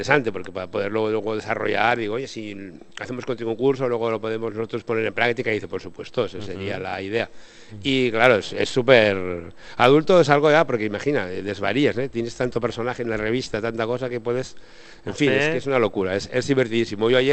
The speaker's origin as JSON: {"language": "Spanish", "town": "Binéfar", "region": "Aragon", "country": "Spain", "said": "procedo de Binefar y soy binefarense"}